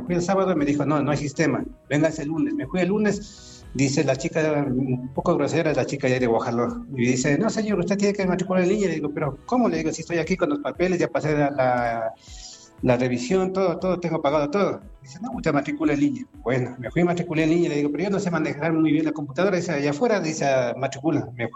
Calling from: Cuenca, Azuay, Ecuador; Aquí le llamo de Cuenca

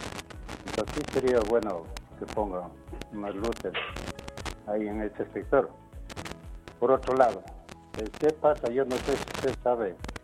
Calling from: Quito, Pichincha, Ecuador; sector de Calderón.

